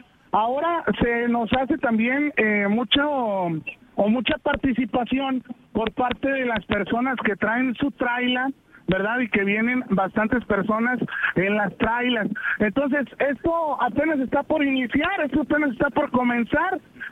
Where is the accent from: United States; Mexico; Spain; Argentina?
Mexico; Camargo, Chihuahua; aquí en nuestra ciudad de Camargo, Chihuahua.